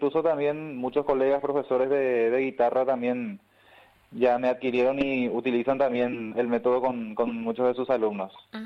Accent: Natalio, Itapúa, Paraguay; yo particularmente soy de Natalio, departamento

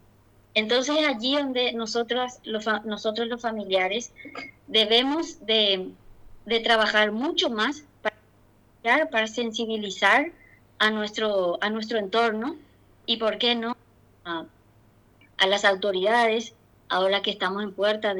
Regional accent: Santiago, Misiones, Paraguay; moved away; venimos de familia humilde de Santiago Misiones, pero esa familia, te estoy hablando de 40 años atrás, esa familia que se dedicaba a la chacra

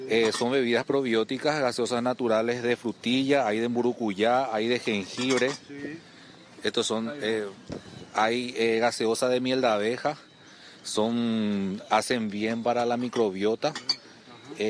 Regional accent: Asunción, Paraguay; born there; moved away as an adult; also born or lived in Areguá; now in Itauguá, Paraguay; nosotros somos migrantes al revés, nacimos en Asunción, pero decidimos dedicarnos a la producción agroecológica. Iniciamos en Areguá, ahora estamos en Itagua

